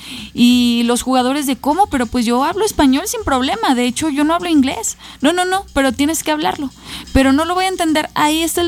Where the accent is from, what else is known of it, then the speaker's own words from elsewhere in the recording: Mexico; no todos los mexicanos hablamos al 100% inglés